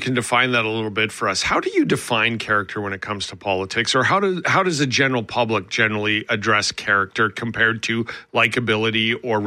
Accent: Alberta, Canada; growing up in Alberta

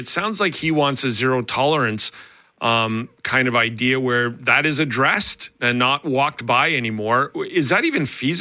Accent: Alberta, Canada; moved away as an adult; also born or lived in British Columbia; now in Manitoba, Canada; I was born in Southern Alberta, raised. I worked in Northern Alberta right out of college. I then moved to BC

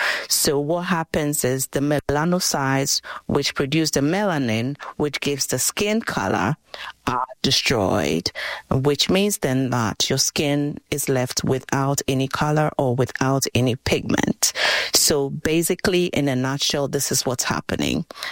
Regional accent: Ghana; I grew up in Ghana, West Africa.

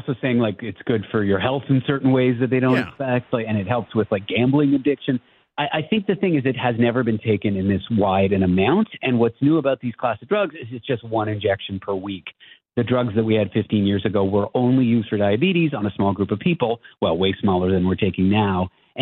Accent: Toronto, Ontario, Canada; I'm from Toronto.

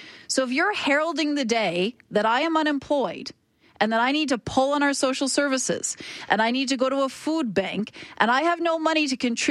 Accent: Alberta, Canada; As a Canadian and an Albertan.

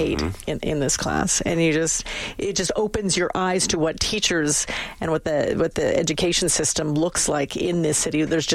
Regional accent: Edmonton, Alberta, Canada; Abbotsfield, I grew up in Abbotsfield. I spent a number of years in Abbotsfield. And it is a lower income community, I think, by and far.

